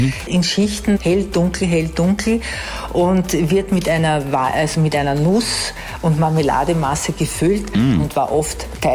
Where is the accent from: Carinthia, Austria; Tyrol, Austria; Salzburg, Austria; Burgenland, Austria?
Burgenland, Austria; born there